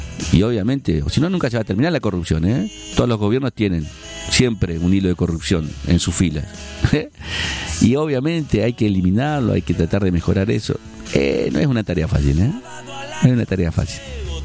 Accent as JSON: {"language": "Spanish", "country": "Argentina"}